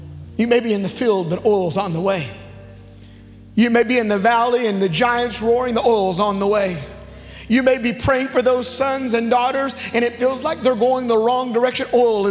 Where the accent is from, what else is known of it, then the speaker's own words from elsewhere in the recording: Dallas, Texas, United States; Got on a plane, and I'm from Dallas, so anytime I get around the Cowboys Stadium, I feel an extra anointing.